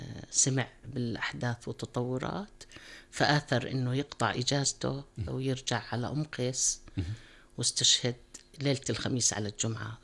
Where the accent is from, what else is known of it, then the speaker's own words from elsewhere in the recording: Salt, Balqa Governorate, Jordan; نعم، أنا نشأت وترعرعت بمدينة السلط، درست بمدرسة يافا الابتدائية بالمرحلة الابتدائية، وفي مدرسة اليرموك الإعدادية للمرحلة الإعدادية، وأنهيت دراستي ثانوي مدرسة السلط الثانوي للبنات.